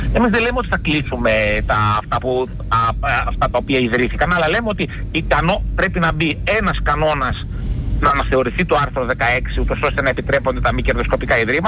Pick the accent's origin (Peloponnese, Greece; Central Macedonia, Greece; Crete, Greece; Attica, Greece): Central Macedonia, Greece; Thessaloniki; Εγώ μεγάλωσα στη Δυτική Θεσσαλονίκη